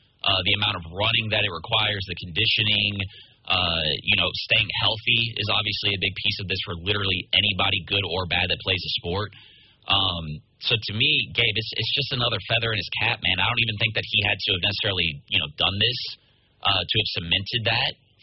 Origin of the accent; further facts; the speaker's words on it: the South, United States; I'm from the South, right? Like, I did not grow up – it was baseball, football, basketball.